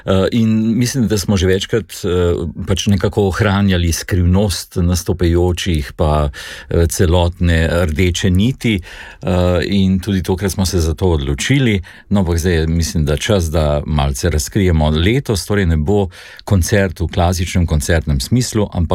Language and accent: Slovenian; Ljubljana, Central Slovenia, Slovenia; Torej sam sem iz Viške župnije, župnija sicer svetega Antona Padovanskega, torej frančiškanska župnija